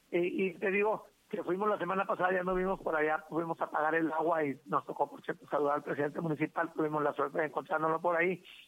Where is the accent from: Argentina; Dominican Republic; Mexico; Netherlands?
Mexico; Tehueco, Sinaloa; Soy indio de Tehueco y me siento muy orgulloso de mis raíces.